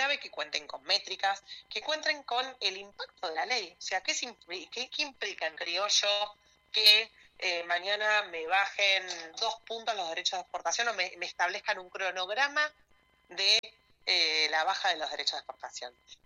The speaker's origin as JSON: {"language": "Spanish", "country": "Argentina"}